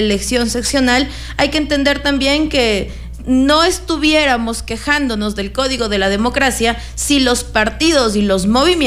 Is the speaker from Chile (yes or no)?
no; Ecuador